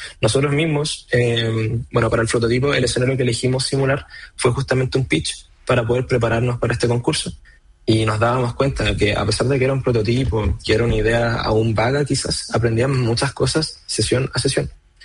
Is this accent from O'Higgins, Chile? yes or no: no; Concepción, Biobío, Chile; Es algo que es muy complicado de conseguir acá en Chile, y más nosotros que somos de Concepción. Bueno, Vicente es de Santiago, yo soy de Concepción.